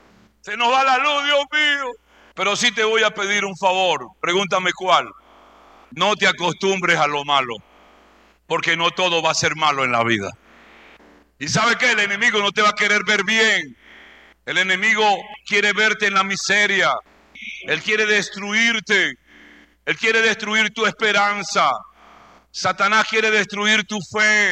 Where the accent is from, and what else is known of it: Venezuela